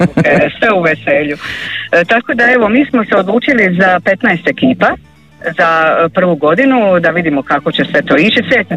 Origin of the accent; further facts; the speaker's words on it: Split-Dalmatia County, Croatia; ovdje kod nas u Cetinskoj krajini